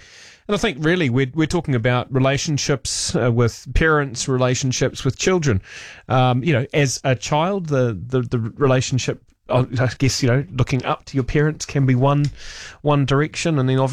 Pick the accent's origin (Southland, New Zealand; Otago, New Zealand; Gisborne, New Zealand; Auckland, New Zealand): Otago, New Zealand; Dunedin; And considering we grew up in Dunedin, it's kind of funny.